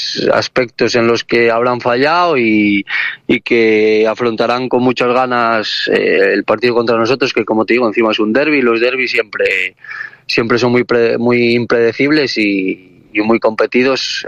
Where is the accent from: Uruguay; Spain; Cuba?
Spain; Ponferrada, Castile and León; Nosotros somos de Ponferrada, Ponferrada es de Castilla y León, y por nuestra mente pasa competir en Castilla y León.